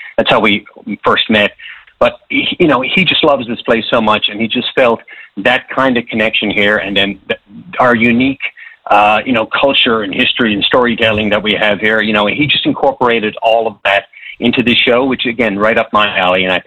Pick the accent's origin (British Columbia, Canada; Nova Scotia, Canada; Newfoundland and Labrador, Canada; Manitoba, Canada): Newfoundland and Labrador, Canada; Petty Harbor; because I'm from Petty Harbor. I'm from that small fishing community, so I really want it to resonate.